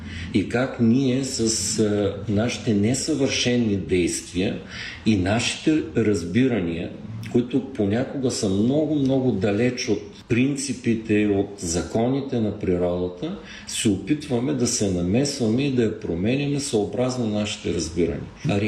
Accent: Gorna Oryahovitsa, Veliko Tarnovo Province, Bulgaria; now in Bulgarian seaside; аз съм роден и израснал в Централна България. Пред Балкана, Горна Оряховица, Велико Търново, един район, който е изключително богат на реки, на корекции, на язовири. Планината е много близо

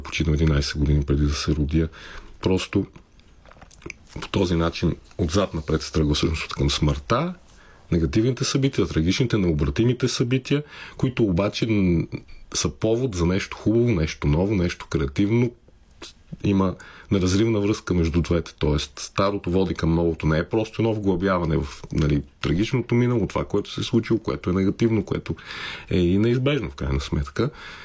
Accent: Samokov, Sofia Province, Bulgaria; аз съм от Самоков, този град е родина на българската фотография

